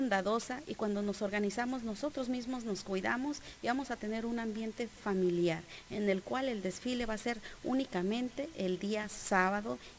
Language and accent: Spanish; Mexico; todos los que radicamos en este bello y hermoso país somos mexicanos y tenemos descendencia indígena